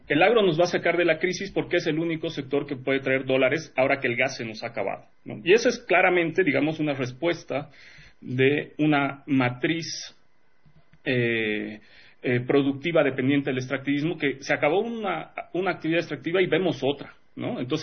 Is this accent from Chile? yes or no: no; Bolivia; como bolivianos, como, ¿no?, que tenemos nuestras familias aquí